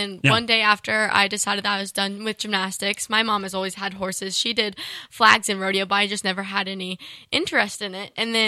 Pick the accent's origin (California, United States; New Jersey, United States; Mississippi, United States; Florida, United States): California, United States; Redding; So I was born and raised in Reading, California. I've been going to the rodeo for years, ever since I was little.